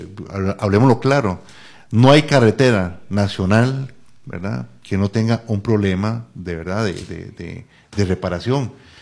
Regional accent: Costa Rica; como un costarricense le van a decir, no podés, porque andás con un farol que diga, páguele a la caja, o fuera Chávez, o lo que sea, me impidan participar de una actividad tan costarricense, ¿verdad?, como es el desfile de faroles.

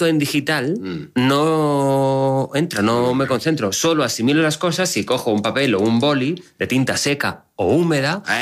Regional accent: Valencia, Valencian Community, Spain; Soy de Valencia.

